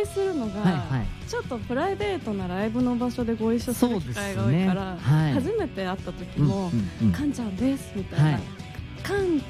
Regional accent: Osaka, Japan; 地元大阪なんです

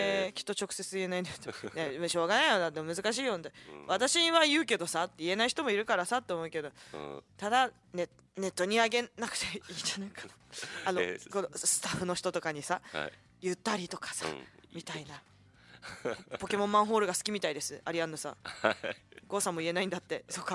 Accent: Kanto, Japan; あ、でもほら関東で一緒だからね、あの地元関東だから私一緒だね。

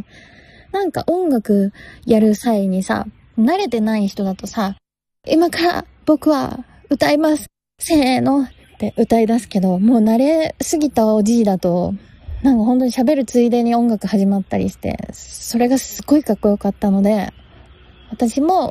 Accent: Tochigi, Japan; now in Tokyo, Japan; 私はね、栃木から来たおのぼりさんっていうの、言い方古いかな、まあとりあえず東京憧れ人間で東京に来たので

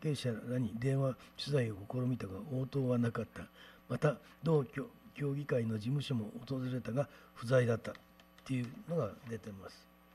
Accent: Okinawa, Japan; 我々生まれ育ったりしてる沖縄の本来の、純正な沖縄人っていうか沖縄県民は迷惑してるんだよね。

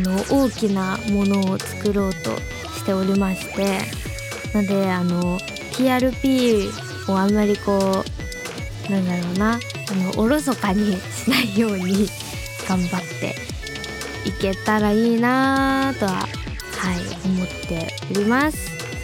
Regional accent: Gunma, Japan; now in Tokyo, Japan; 群馬県出身でして、今はこの学校に入るために東京に来ておりまして、一人暮らしをしています。

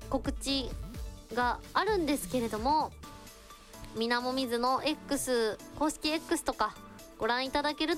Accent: Yamanashi, Japan; こちらもぜひ山梨、私の地元でございます。

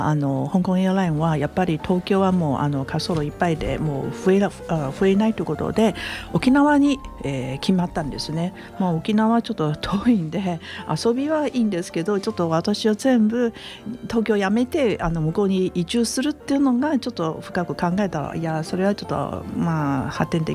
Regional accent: Taiwan; moved away as an adult; now in Japan; 台湾の出身なんですけど、大学卒業したら日本に参りました。もう早いんですね。47年も日本にいました。

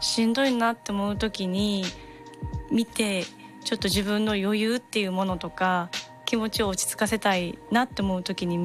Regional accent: Kyoto, Japan; 京都出身なので、もう京都が大好きで、で大好きで、まあよく2ヶ月に1回ぐらいは帰ってるんですけど

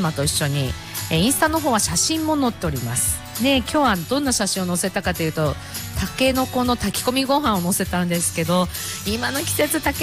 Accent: Iwaki, Fukushima, Japan; 保育所の時ね、小名浜のここのね、ハマイオンからもうちょっと少し行くと

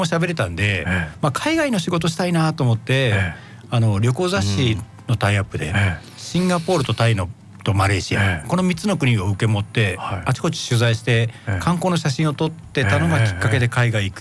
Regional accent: Gifu, Japan; moved away as an adult; now in Hachioji, Japan; 生まれは岐阜県になります。

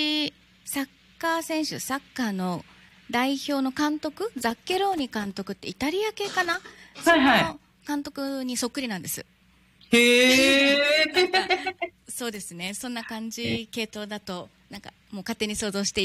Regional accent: Okinawa, Japan; 沖縄生まれで、そうですね、よくハーフですかって言われるんですけど、違いますね。

